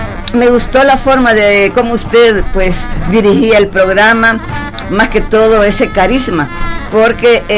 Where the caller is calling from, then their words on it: San Salvador, El Salvador; yo soy de aquí, de San Salvador.